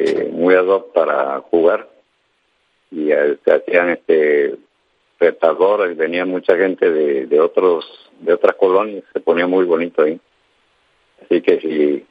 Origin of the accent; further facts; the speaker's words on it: Acapulco, Guerrero, Mexico; born there; Yo nací ahí en Juan Enríquez, entre Gómez Farías y 12 de octubre.